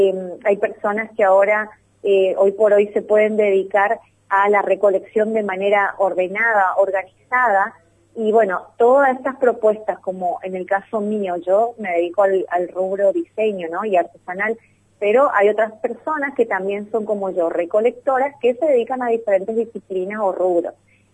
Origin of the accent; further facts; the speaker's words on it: Argentina; Si bien todos somos argentinos, cada zona tiene un determinado tipo de insumo, un determinado tipo de fibras vegetales.